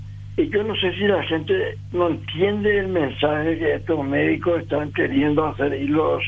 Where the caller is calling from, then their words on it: Asunción, Paraguay; Yo soy de Sajonia.